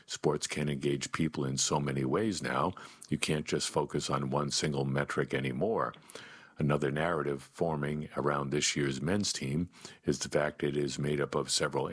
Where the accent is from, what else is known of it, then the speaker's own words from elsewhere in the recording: Texas, United States; I played in high school and I'm from Texas, so yeah.